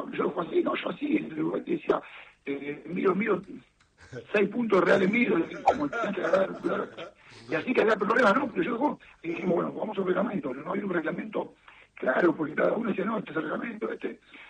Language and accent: Spanish; Argentina; porque somos muy argentinos, como nosotros lo adoptamos.